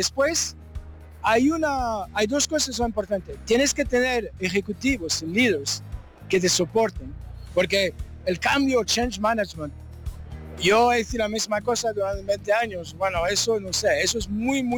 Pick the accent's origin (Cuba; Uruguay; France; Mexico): France; Spanish is a second language; Soy francés de padres españoles